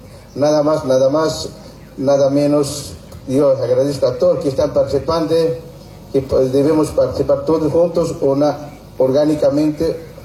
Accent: Bolivia; now in Chimoré, Bolivia; Como bolivianos debemos participar en el desfile cívico como bolivianos en nuestro municipio de Chimoré.

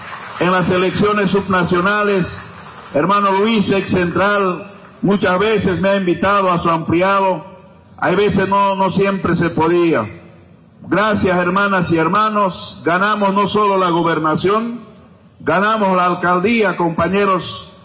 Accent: Chimoré, Cochabamba, Bolivia; yo soy de Chimoré, soy dirigente desde muy pequeño

